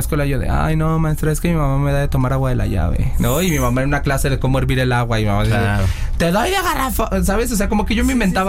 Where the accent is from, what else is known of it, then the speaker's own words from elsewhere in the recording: San Cristóbal de las Casas, Chiapas, Mexico; Ah, no, yo viví en mi pueblo, Deli, allá en San Cristóbal de las Casas, entonces yo así, comiéndome mi tamal de chipilín, e informándole a la nación, y desde allá pegó.